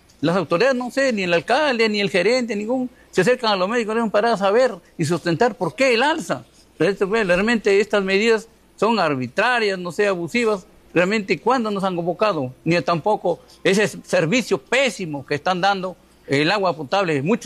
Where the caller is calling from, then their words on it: Tambogrande, Piura, Peru; a mi pueblo de Tamborande también le digo